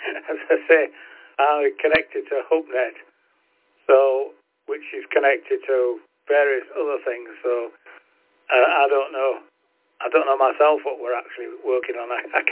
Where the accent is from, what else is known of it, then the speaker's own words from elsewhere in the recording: York, Yorkshire and the Humber, United Kingdom; also born or lived in Skipton; now in Harrogate, United Kingdom; I'm originally from York, and I spent a few years over in the Skipton area, and now I'm back in Harrogate